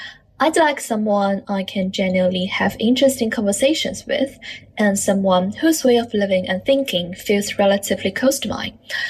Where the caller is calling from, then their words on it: Shenzhen, Guangdong, China; from Shenzhen.